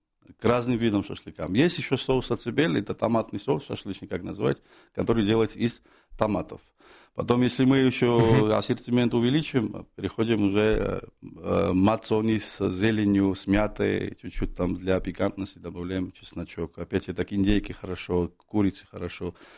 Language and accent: Russian; Georgia; now in Moscow, Russia; я представитель прекрасной Грузии, я из Грузии, я давно в России, в Москве, в целости, в этом городе